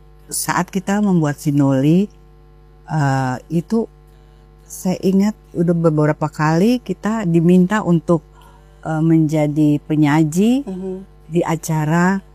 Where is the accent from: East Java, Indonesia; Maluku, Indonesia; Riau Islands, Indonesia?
Maluku, Indonesia; kita sebagai orang Maluku kalau identitas kita dikenal kan rasanya senang.